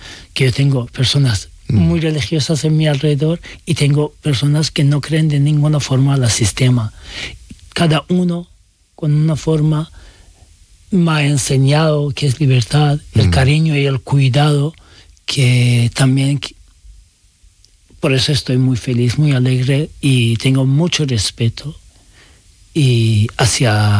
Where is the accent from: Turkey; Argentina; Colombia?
Turkey; Spanish is a second language; now in Spain; Y especialmente cuando eres inmigrante y LGBT, da igual que seas también turco, porque digo, soy turco y podía pasar más sí.